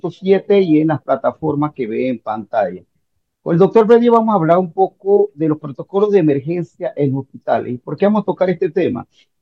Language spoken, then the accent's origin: Spanish; Panama; la pregunta que como panameños nos hacemos